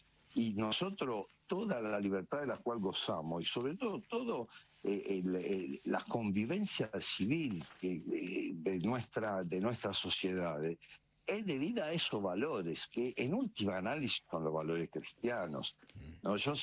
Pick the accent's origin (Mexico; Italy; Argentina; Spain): Italy; yo como italiano me siento latino también